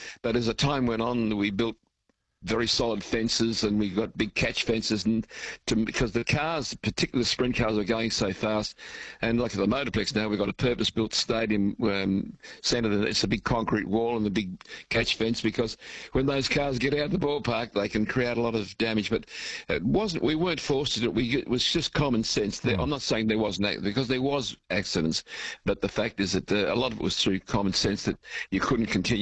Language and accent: English; Corrigan, Australia; which was my original hometown because I was born in Corrigan.